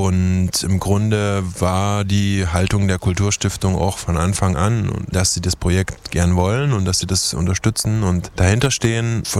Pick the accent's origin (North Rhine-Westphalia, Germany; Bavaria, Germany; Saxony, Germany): Saxony, Germany; Chemnitz; denn dazu zu sagen habe als Chemnitzer und so weiter.